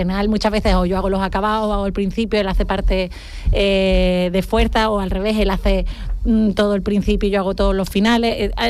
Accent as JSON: {"language": "Spanish", "area": "Cádiz", "region": "Andalusia", "country": "Spain"}